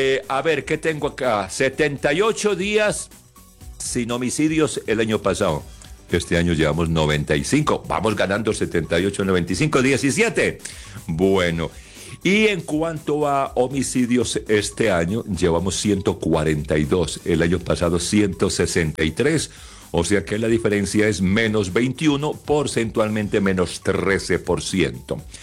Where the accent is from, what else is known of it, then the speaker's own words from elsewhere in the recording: Colombia; acuérdese que somos colombianos y nosotros no hemos atravesado para celebrar, para lo que sea.